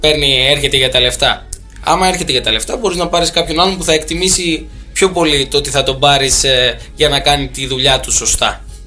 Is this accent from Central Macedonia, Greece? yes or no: yes; Central Macedonia, Greece; στο σύλλογο που μεγάλωσα στα Λόνια